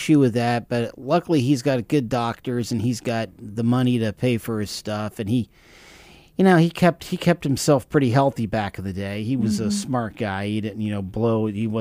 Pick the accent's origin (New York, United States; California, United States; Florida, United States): Florida, United States; Orlando; We were out riding around Orlando, my hometown.